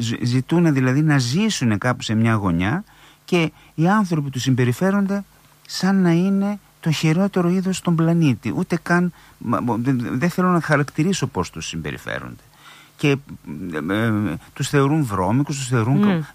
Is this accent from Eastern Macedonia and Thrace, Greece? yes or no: yes; Didymoteicho, Eastern Macedonia and Thrace, Greece; σε χωριό μεγάλωσα στο Διδημότυχο